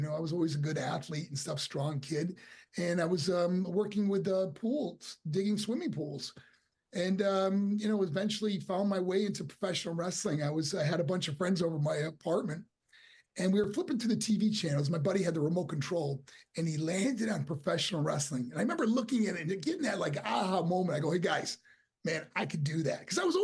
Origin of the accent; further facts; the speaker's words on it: Buffalo, New York, United States; also born or lived in Syracuse; I was born in Buffalo, New York, and I went to school there until high school, and then I went to Liverpool High School. We moved to Syracuse area, which the school I was in was Liverpool High School.